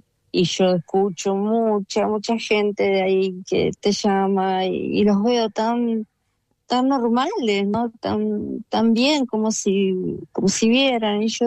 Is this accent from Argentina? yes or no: yes; José C. Paz, Buenos Aires Province, Argentina; born there; now in San Miguel, Argentina; No, yo nací en José C. Paz, pero viví en varios lugares porque mi marido es militar, ahora está retirado.